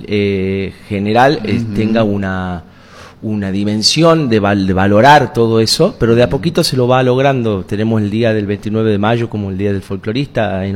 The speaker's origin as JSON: {"language": "Spanish", "region": "Tucumán", "country": "Argentina", "tie": "born there", "said": "Sí, yo soy nacido en Tucumán."}